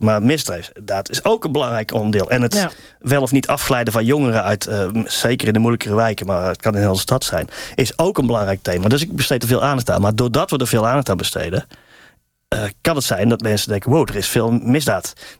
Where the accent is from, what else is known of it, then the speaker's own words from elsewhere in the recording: Tilburg, North Brabant, Netherlands; accent: soft g; now in Amsterdam, Netherlands; Ik voel me wel een Amsterdammer. Mijn Tilburger in Amsterdam. Maar het maakt mij niet uit hoe ze me noemen. Ik hou ook mijn zachte geetje natuurlijk wel even...